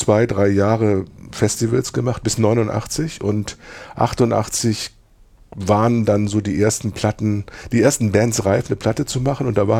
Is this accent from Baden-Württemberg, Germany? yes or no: no; Pinneberg, Schleswig-Holstein, Germany; also born or lived in Hamburg; ich komme ja aus Pinneberg, also ich komme aus Hamburg, aber ich habe in Pinneberg groß geworden.